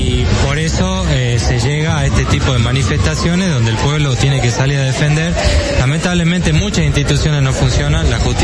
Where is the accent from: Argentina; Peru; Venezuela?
Argentina; la sociedad se está expresando para defender lo que tan grande nos ha hecho como nación, como Argentina, que son las universidades públicas.